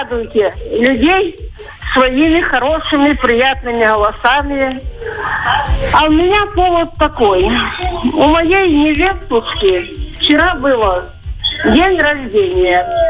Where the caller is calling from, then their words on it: Poltavskaya, Krasnodar Krai, Russia; Я позвонила со станицы Полтавской.